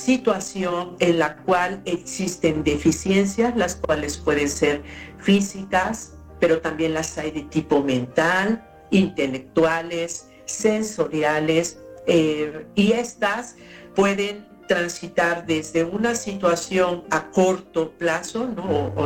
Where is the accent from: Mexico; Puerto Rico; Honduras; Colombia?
Mexico